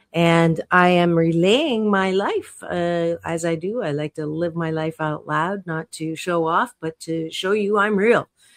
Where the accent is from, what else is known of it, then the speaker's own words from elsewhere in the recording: Kitchener, Ontario, Canada; I was raised in Canada. I was born actually in Kitchener-Waterloo in Ontario, and I did not look like anybody there. It was very homogenous